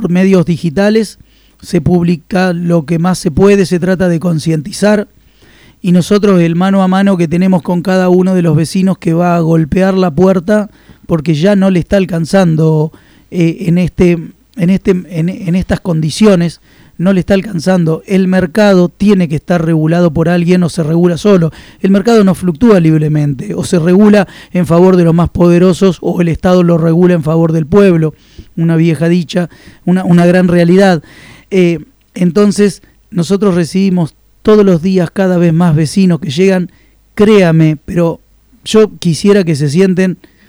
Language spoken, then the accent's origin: Spanish; Argentina